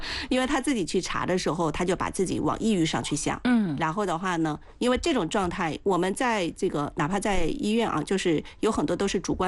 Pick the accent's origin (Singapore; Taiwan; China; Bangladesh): China; 我们中国人很多时候对于心理这样的一些问题或者心理的话当下的一些状态的时候过于夸大就非常的害怕，